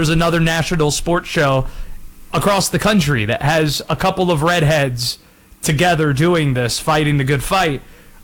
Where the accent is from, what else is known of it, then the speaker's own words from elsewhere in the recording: Baltimore, Maryland, United States; born there; Some say that doesn't apply to Baltimore. I was born in Baltimore.